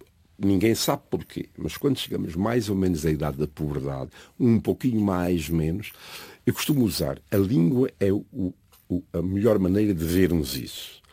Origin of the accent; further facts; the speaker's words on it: Azores, Portugal; moved away as an adult; now in United States; Dos Açores vim para aqui, fui para os Estados Unidos. Eu sou da minha terra, sou de São Miguel, sou português, sou na amiga.